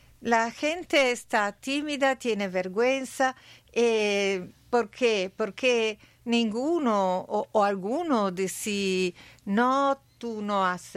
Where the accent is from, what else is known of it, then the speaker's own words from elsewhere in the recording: Genoa, Liguria, Italy; Spanish is a second language; Yo soy de Génova